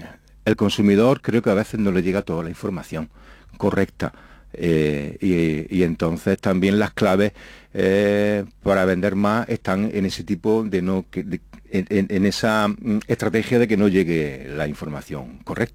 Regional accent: Jaén, Andalusia, Spain; si yo soy de Jaén, no voy a saber de aceite.

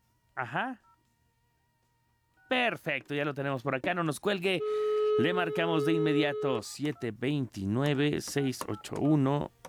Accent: Mexico

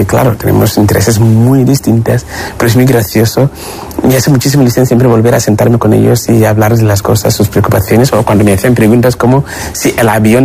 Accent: Peru; soy peruano, mi padre es peruano

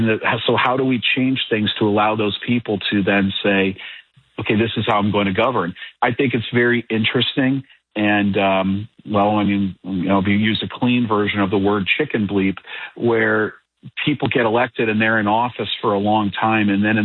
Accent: Cleveland, Ohio, United States; I remember a guy, Dave Zupan in Cleveland, Ohio, my hometown, someone I met.

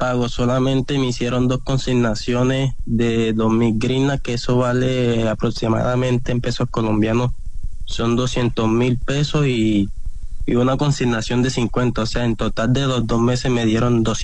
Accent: María La Baja, Bolívar, Colombia; De María La Baja, Bolívar.

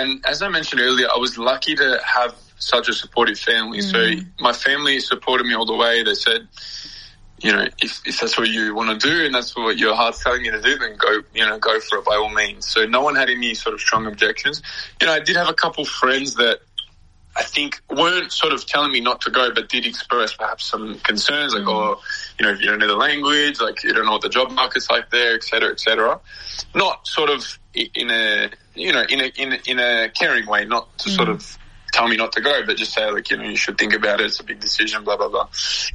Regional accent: Melbourne, Victoria, Australia; and it'll be in Melbourne, obviously my hometown

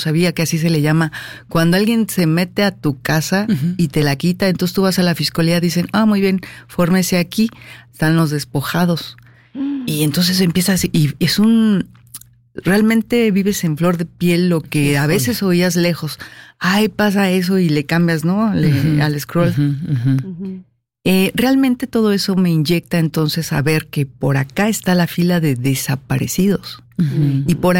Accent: Mexico; Pero también el seguir viviendo como mujer mexicana en México, pues me fui dando cuenta de que es un país que yo he decidido amarlo con mis canciones, pero es un país duro de vivir.

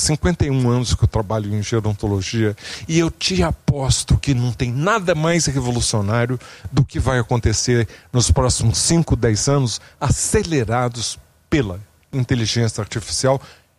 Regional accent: Rio de Janeiro, Brazil; born there; Fizemos um projeto piloto num bairro onde eu nasci, que é o mais envelhecido da América Latina, Copacabana.

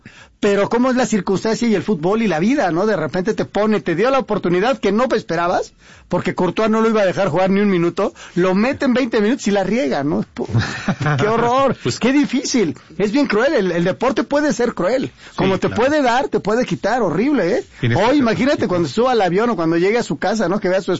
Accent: Mexico; mi familia es de allá, yo soy mexicano y me hubiera gustado más que hubiera ganado México, claro.

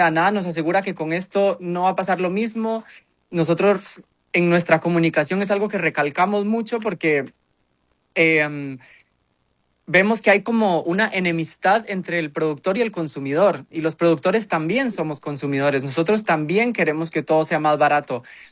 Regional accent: Costa Rica

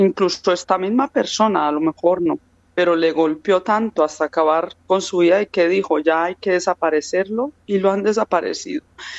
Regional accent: Colombia; moved away; yo vengo de origen de Colombia

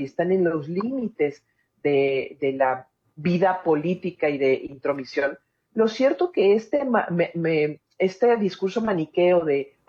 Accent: Mexico

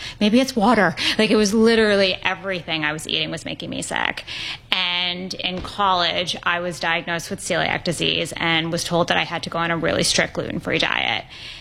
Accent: New York City, New York, United States; born or raised there

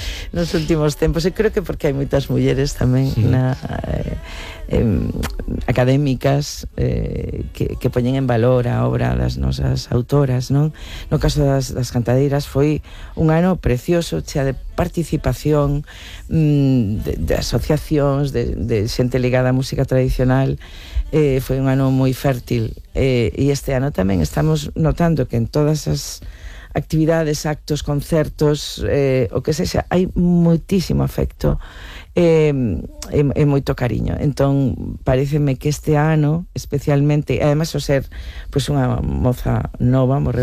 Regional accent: Mos, Galicia, Spain; mulleres indómitas e fortes da miña terra, de Sanguiñeda, de Mos.

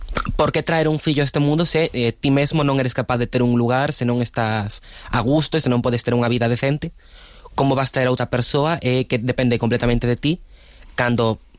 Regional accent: A Coruña, Galicia, Spain; Sí, a ver, eu son coruñés, e, por exemplo, meus pais, a primeira vez que se mudaron, foi a un piso de protección oficial

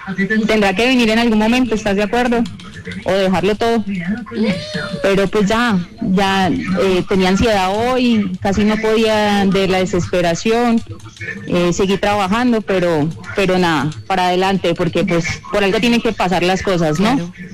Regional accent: Colombia; now in Mexico; Yo soy colombiana, yo no tengo familia aquí, mi hija se fue hace un año para Colombia

